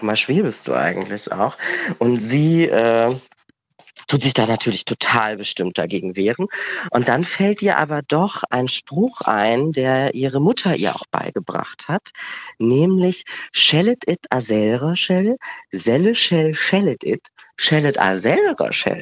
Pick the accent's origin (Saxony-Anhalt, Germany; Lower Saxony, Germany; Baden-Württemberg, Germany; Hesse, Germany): Baden-Württemberg, Germany; now in Berlin, Germany; Ich komme halt aus Baden-Württemberg, habe viel Diskriminierung erlebt, aber in Berlin wohnen